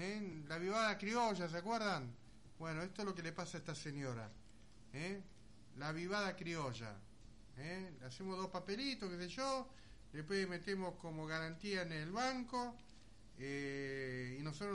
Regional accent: Argentina; nosotros somos argentinos

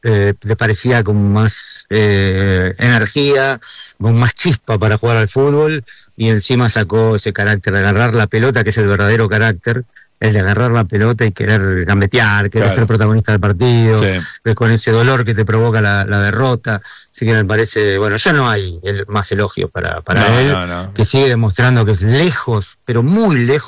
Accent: Argentina; porque soy argentino

